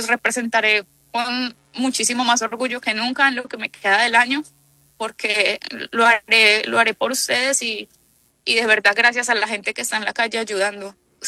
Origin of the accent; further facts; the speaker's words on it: Pereira, Risaralda, Colombia; now in Puerto Rico; Bueno, en el equipo en este momento somos dos pereiranos y el entrenador nacional que vive en Pereira. No tenemos dónde entrenar en este momento. Yo vivo pues en Puerto Rico, acá estoy entrenando